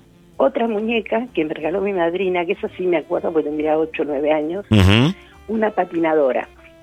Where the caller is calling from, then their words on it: Ciudadela, Buenos Aires Province, Argentina; de Ciudadita.